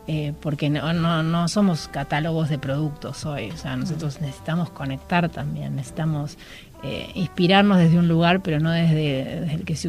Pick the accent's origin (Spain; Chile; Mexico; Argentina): Argentina; Buenos Aires; born there; Nací en Barracas y soy muy de barrio.